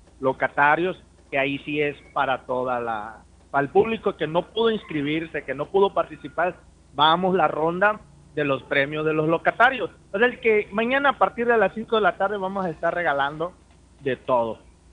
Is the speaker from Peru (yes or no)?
no; Mexico; es algo que como mexicano nos representa.